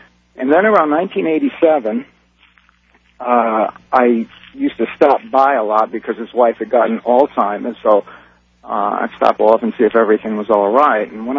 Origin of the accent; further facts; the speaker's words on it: New England, United States; I'm from New England originally. I'm out in an old ranch out here, and there's no phone lines or anything.